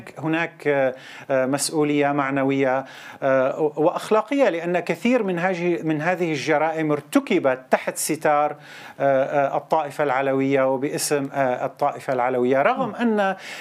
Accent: Syria; بلادنا سوريا

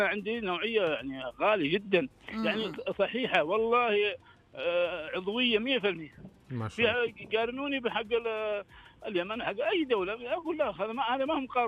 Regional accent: Taif, Makkah Province, Saudi Arabia; عندنا أحسن في الطائف

